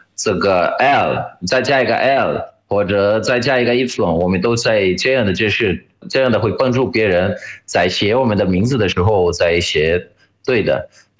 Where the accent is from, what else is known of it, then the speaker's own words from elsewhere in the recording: Brazil; Chinese is a second language; 来自巴西